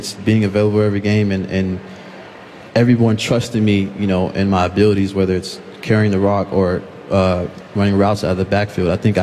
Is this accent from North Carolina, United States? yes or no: no; Texas, United States; moved away as an adult; So to leave my hometown of Texas and go all the way to the Midwest was very uncomfortable for me and my family